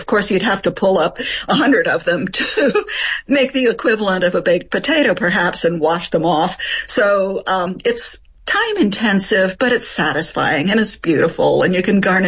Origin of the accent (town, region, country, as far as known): Appalachia, United States; born or raised there; also born or lived in France